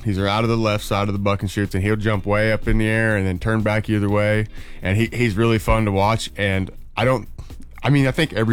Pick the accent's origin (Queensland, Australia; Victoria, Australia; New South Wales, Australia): New South Wales, Australia; Sydney; We come from Sydney and we brought all the bulls down.